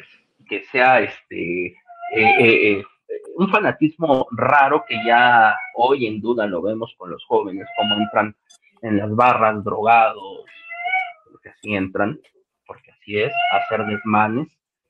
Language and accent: Spanish; Mexico; como todo mexicano me chingué la rodilla también